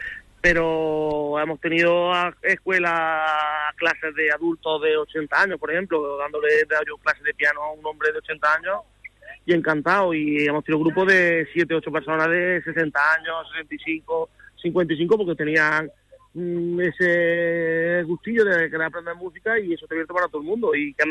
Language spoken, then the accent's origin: Spanish; Cañete, Spain; Todos los músicos somos de Cañete, todos de Cañete.